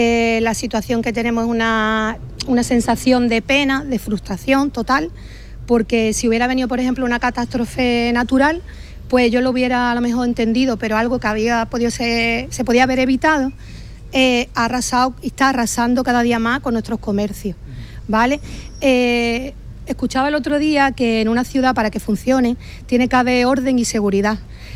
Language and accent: Spanish; Spain; now in Ceuta, Spain; somos españoles, por favor.